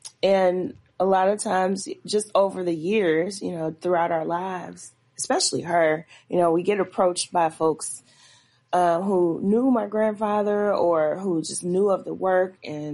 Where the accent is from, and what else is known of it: Chicago, Illinois, United States